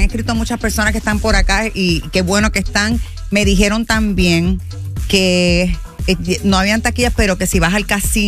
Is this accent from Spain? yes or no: no; Puerto Rico